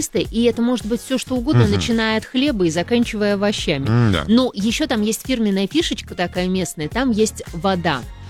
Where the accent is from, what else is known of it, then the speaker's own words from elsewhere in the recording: Kamenka, Penza Oblast, Russia; now in Moscow, Russia; Город Каменка, Пензенская область.